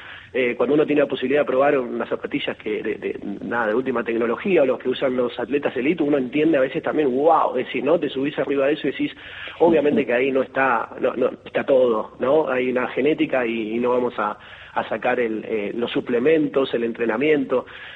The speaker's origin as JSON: {"language": "Spanish", "country": "Argentina", "said": "nosotros como argentinos o los mismos los atletas argentinos"}